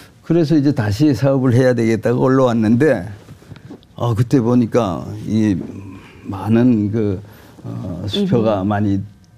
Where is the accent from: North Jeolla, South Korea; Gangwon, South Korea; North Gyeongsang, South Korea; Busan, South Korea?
Gangwon, South Korea; Taebaek; born or raised there